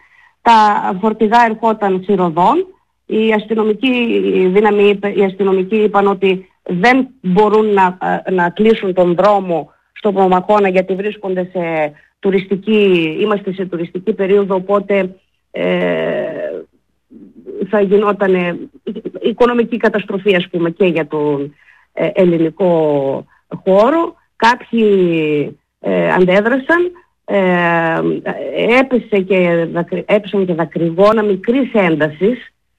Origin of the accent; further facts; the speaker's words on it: Eastern Macedonia and Thrace, Greece; Και εγώ είμαι Θρακιώτισσα, κατάγομαι από τη Θράκη.